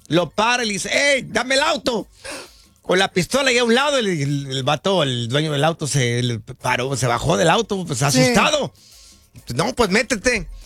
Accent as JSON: {"language": "Spanish", "town": "Los Angeles", "region": "California", "country": "United States", "tie": "born or raised there", "said": "yo crecí en el Valle de San Fernando, acá"}